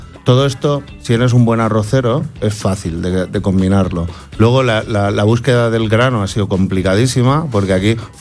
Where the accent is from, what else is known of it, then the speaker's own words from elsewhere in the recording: Spain; Aunque a mí Repsol también me gusta, evidentemente, somos españoles